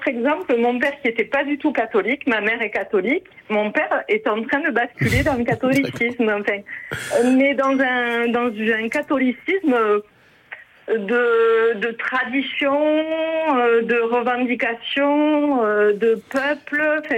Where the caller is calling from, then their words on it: Lespignan, Occitanie, France; J'habite à l'Espignan entre Béziers et Narbonne.